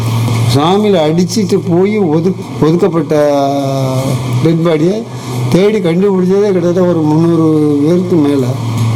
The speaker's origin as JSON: {"language": "Tamil", "town": "Pamban", "region": "Tamil Nadu", "country": "India", "tie": "born or raised there", "said": "பாம்பன்ல இருக்கு. 65 வயசு ஆயிருது. அது எப்படி பார்த்தாலும் 20 வருஷத்துக்கு மேல எங்க ஊர்ல இருந்து, என்னுடைய ஊர் சொந்த ஊர்ல இருந்து காரைக்காலில் ஒத்தனார் வேலை பார்த்துட்டு வீட்டுக்கு வரையில்"}